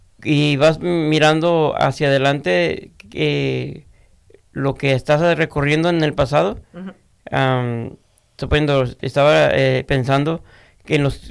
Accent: Mexico; born there; moved away; qué bonito dejar mis greñas en mi tierra natal, ¿no? México.

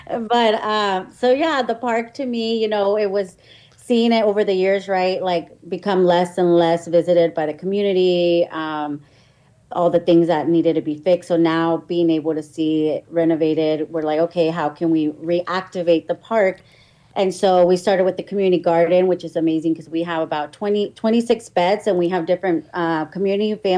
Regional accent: Sonoma Valley, the Springs, California, United States; growing up in Sonoma Valley in the Springs, Larson Park was like my community park growing up in the 90s

